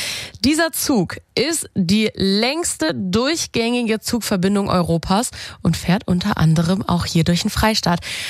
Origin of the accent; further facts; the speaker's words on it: Saxony, Germany; Bei uns in Sachsen könnt ihr dazusteigen, in Leipzig und Dresden.